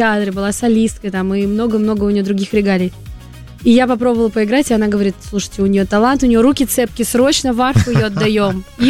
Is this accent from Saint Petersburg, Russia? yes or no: yes; Saint Petersburg, Russia; Ну, я в 15 лет меня уже начали возить, так как я из Петербурга. Я планировала учиться там.